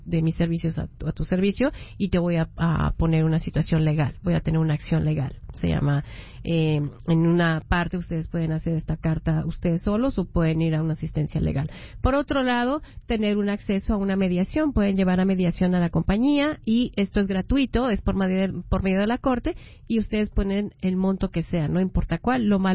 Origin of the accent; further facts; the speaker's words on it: Mexico City, Mexico; moved away; Yo soy de la Ciudad de México y como vengo de Chilanga